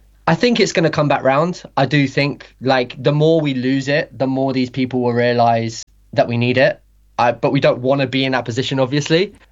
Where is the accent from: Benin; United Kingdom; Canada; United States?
United Kingdom; South West England; I grew up in Cornwall